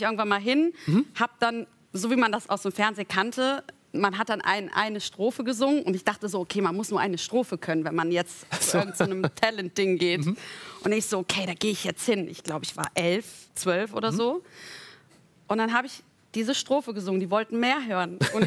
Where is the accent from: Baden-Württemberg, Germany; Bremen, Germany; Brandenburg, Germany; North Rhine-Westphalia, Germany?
North Rhine-Westphalia, Germany